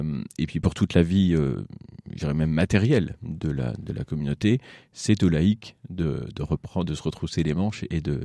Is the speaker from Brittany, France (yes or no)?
no; Bonnétable, Pays de la Loire, France; Je suis originaire de la paroisse de Bonnétable.